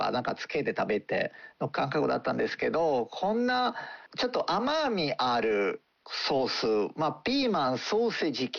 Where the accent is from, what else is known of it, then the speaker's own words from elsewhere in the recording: Piedmont, Italy; moved away; 僕もピエモンテ出身なので、